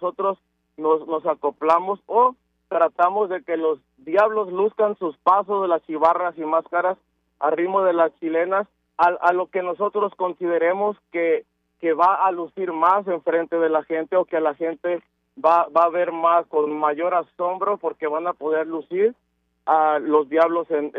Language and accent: Spanish; Oaxaca, Mexico; Todos somos de Oaxaca